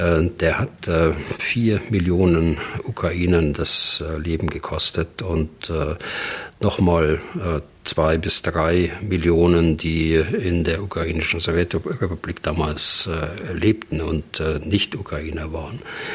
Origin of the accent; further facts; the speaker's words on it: West Germany, Germany; bei uns in Westdeutschland, wo ich groß geworden bin